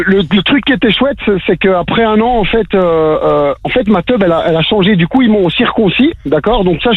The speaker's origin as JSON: {"language": "French", "town": "Brussels", "region": "Brussels-Capital Region", "country": "Belgium", "tie": "born there", "said": "je suis né à Bruxelles"}